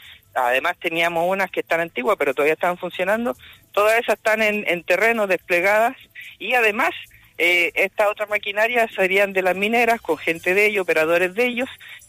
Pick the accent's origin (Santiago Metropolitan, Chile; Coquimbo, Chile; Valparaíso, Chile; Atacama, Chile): Atacama, Chile; Tierra Amarilla; nacido y criado en Tierra Amarilla, al frente del río, así que conozco aquí bien mi territorio.